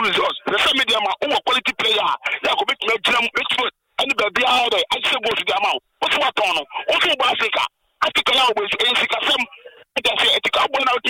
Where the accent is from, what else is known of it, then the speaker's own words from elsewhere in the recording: Ghana; I'm from Ghana, so.